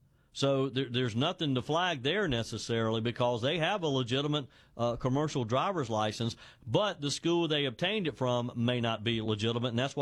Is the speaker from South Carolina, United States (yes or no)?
yes; South Carolina, United States; Linda is in my home state of South Carolina as well.